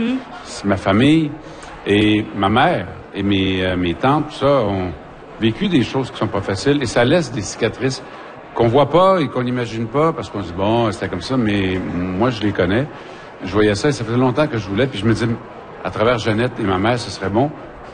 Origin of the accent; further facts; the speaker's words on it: Alma, Quebec, Canada; C'est ma région natale. Oui, c'est ça. Mais... Alma, c'est ma ville natale aussi.